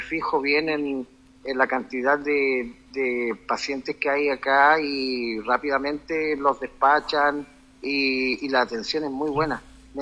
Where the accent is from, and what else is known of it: Tierra Amarilla, Atacama, Chile; born there; also born or lived in Copiapó